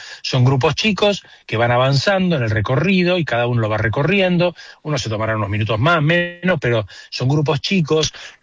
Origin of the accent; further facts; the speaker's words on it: Buenos Aires, Argentina; soy un ruso de Villa Crespo